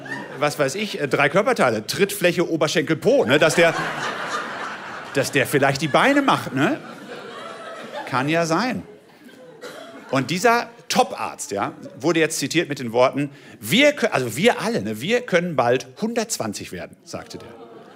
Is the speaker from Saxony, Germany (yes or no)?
no; Haltern am See, North Rhine-Westphalia, Germany; Ich komme selbst aus einer kleinen Stadt, deswegen gefällt es mir hier gut. Ich fühle mich zu Hause hier. Ich komme aus Haltern am See